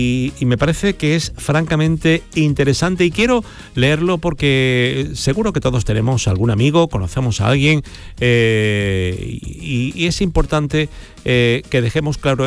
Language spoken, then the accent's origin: Spanish; Argentina; now in Spain; las argentinas que vivimos en España